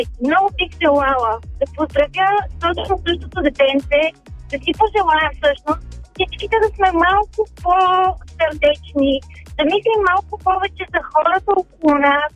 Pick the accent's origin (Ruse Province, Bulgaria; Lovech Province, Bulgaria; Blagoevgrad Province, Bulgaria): Blagoevgrad Province, Bulgaria; Blagoevgrad; now in Sofia, Bulgaria; Моя съм, принципно съм от Благоевград, но доста дълго време живея в София и в момента пътувам в прекрасните софийски улици.